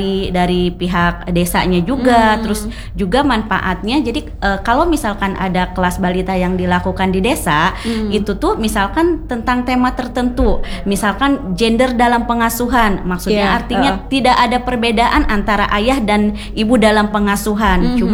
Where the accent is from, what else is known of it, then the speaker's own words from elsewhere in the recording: Tegalongok, Indonesia; terutama di desa saya pribadi di Tegalongok, jadi kita juga berkolaborasi sama Posyandunya juga